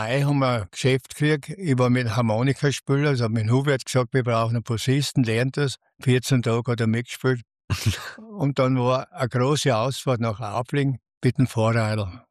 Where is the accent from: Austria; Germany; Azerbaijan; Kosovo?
Austria; Styria; Ein Teil war eine steirische Rarität, so wie ich bin ein Steirer Bube.